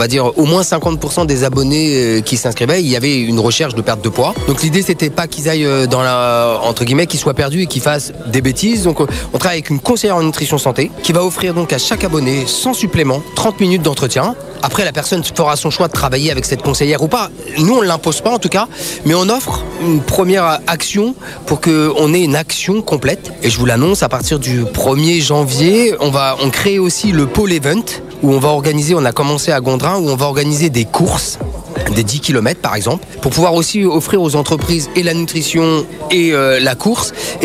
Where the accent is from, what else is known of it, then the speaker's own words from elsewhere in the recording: Paris, Île-de-France, France; born there; moved away; je suis parisien de naissance